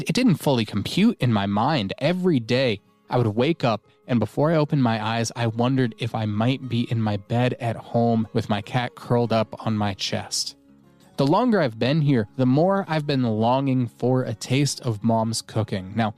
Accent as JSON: {"language": "English", "region": "Colorado", "country": "United States", "tie": "born or raised there"}